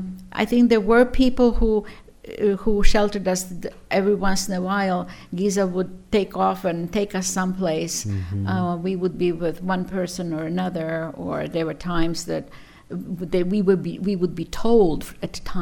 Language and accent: English; Zagreb, City of Zagreb, Croatia; moved away; also born or lived in Ludbreg; We're not from Ludbreg. We were from Zagreb